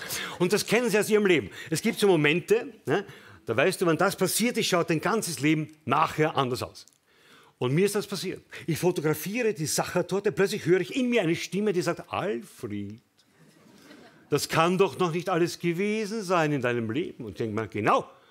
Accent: Vienna, Austria; Oder wissen Sie, was ich als Wiener vor 3 Tagen das erste Mal gesagt habe? Tschüss.

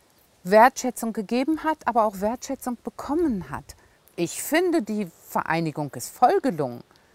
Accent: West Germany, Germany; now in East Germany; Ich fühle mich hier als Westdeutsche, die dann in den Osten gezogen ist, vollkommen angenommen.

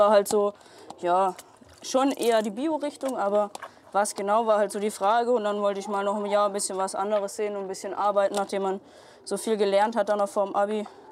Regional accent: Baden-Württemberg, Germany; moved away as an adult; Ich komme ganz aus dem Süden, vom Bodensee komme ich, von der Nähe aus Konstanz. Und es hat mich ein bisschen hierher vertrieben, ein bisschen was anderes sehen mal ein Jahr lang. Dann werde ich aber wieder zurückgehen auf jeden Fall.

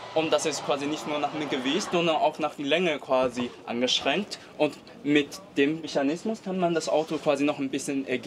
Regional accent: Beijing, China; German is a second language; moved away as an adult; now in Germany; Ich komme aus Peking.

